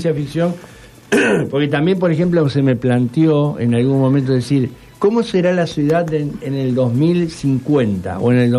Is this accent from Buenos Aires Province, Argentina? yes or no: no; Santa Fe, Argentina; ¿Por qué somos los santafesinos como somos?